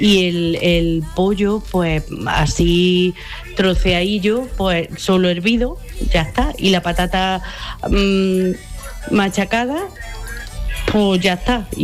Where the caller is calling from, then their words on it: Bailén, Andalusia, Spain; de Bailén.